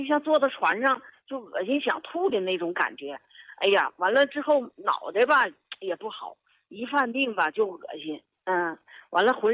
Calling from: Northeast China, China; 我这东北人呐、啊，咱们东北人说话吧，他就是直。

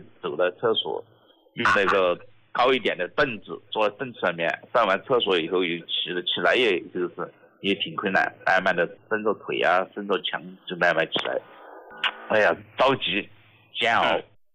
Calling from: Nantong, Jiangsu, China; 我来自江苏南通的。

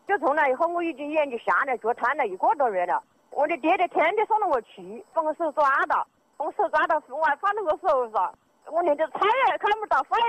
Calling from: Huangpi, Hubei, China; 我是黄皮的，

